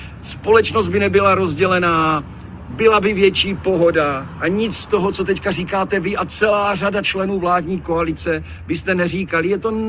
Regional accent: Moravian Slovakia, Czechia; my jako moravští Slováci

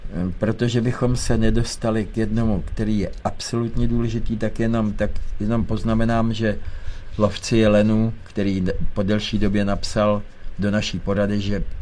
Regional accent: Moravia, Czechia; když jsem Moravan, ne Čech. Moje vlast je Morava a žádné Čechy a už vůbec ne.

